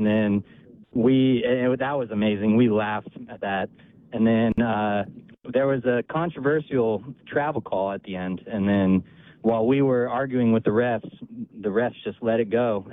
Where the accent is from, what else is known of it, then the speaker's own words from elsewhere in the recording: Ukiah, California, United States; Hey, so, John, I'm originally from Ukiah